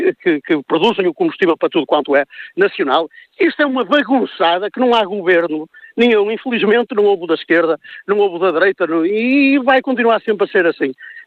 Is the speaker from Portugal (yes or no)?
yes; Felgueiras, Porto, Portugal; O Manela Cássio vem aqui a Felgueiras, que eu sou de Felgueiras